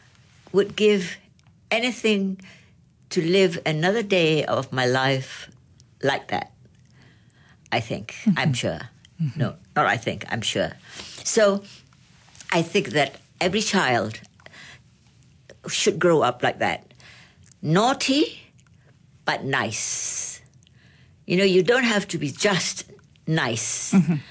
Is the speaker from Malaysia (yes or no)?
yes; Penang, Malaysia; growing up in Penang was for me a joy, a great memory and a joy, because we have so many friends in the kampung